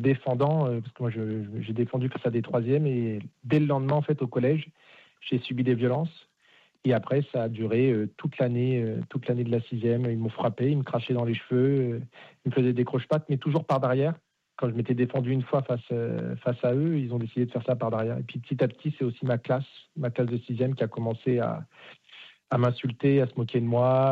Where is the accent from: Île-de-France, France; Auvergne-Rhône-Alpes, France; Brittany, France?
Île-de-France, France; Nanterre; Donc, de base, moi, j'étais de Nanterre, j'étais dans une cité. Donc, je suis arrivé à Rueil-Malmaison.